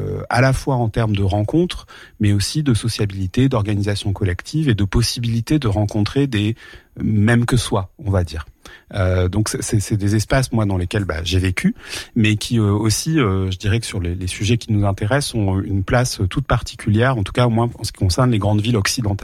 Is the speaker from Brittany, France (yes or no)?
no; Portes-lès-Valence, Auvergne-Rhône-Alpes, France; moved away as an adult; also born or lived in Lyon / Montreal / New York; now in Paris, France; Alors moi, je suis né à Valence et j'ai grandi à Portes-les-Valences. Plutôt dans la plaine de Valence, on va dire. C'était plutôt ça l'endroit dans lequel j'ai vécu jusqu'à mes 18 ans avant de quitter la région pour faire mes études.